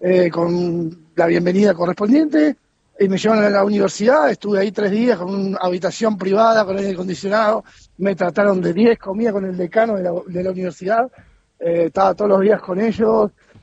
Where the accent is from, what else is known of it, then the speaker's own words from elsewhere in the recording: Argentina; soy argentino